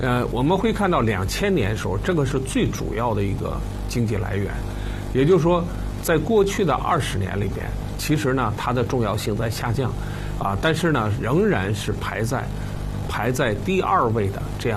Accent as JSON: {"language": "Chinese", "country": "China"}